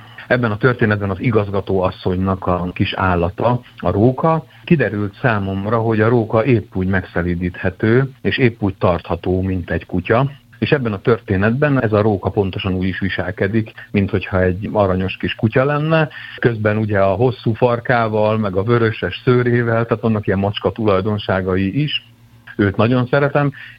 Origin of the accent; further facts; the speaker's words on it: Kaposvár, Somogy, Hungary; also born or lived in Szolnok / Pécs / Budapest; én Szolnokon születtem, de Kaposváron nőttem fel, éltem Pécsen, Pesten, rengeteg helyen